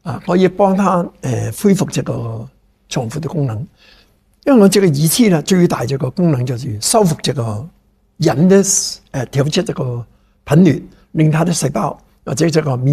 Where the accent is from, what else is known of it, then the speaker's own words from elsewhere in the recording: Hong Kong; 各位观众你好，我来自香港的